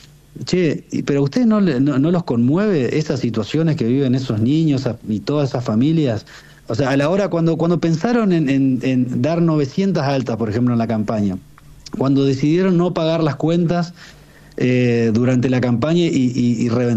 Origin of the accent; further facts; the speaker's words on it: Argentina; tenemos que madurar nosotros como argentinos